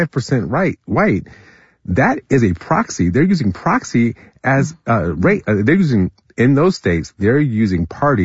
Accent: Detroit, Michigan, United States; When I was growing up in Detroit, we had a saying, don't start none, won't be none.

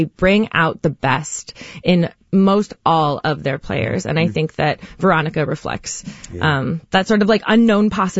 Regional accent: Oakland, California, United States; I grew up here in Oakland and then I lived away for a while and now I'm back.

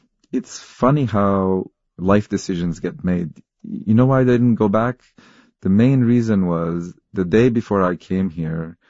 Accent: Lebanon; moved away as an adult; now in United States; I was, as I mentioned, I was an immigrant. I came to United States from Lebanon. At that point, as a naive 18-year-old, I didn't even know that a career in science was a possibility.

